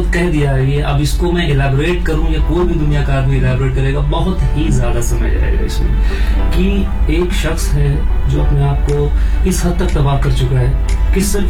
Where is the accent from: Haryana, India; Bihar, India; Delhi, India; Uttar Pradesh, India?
Uttar Pradesh, India; Lucknow; मैं जैसे मैं लखनऊ से हूँ, तो उर्दू थोड़ी अच्छी ग्रिप है उर्दू पे